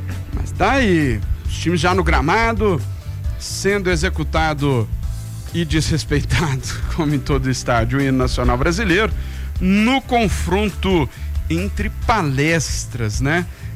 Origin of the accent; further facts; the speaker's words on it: Minas Gerais, Brazil; A gente é daqui de Minas, mas meu pai foi transferido para São Paulo ali no 2009, 10.